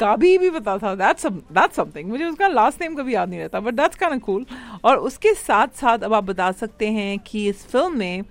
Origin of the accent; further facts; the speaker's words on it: Ghaziabad, Uttar Pradesh, India; also born or lived in Delhi; वैसे मैं दिल्ली यूनिवर्सिटी से हूँ, लेकिन उससे पहले मैं गाजियाबाद से हूँ, द इंडस्ट्रियल टाउन.